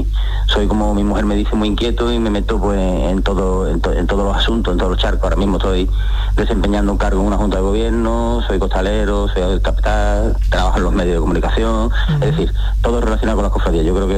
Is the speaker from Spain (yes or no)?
yes; Jerez de la Frontera, Andalusia, Spain; yo soy de Jerez.